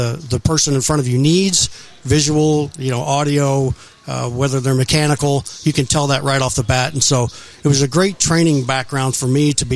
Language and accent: English; Manhattan, Kansas, United States; moved away; growing up in Manhattan, Kansas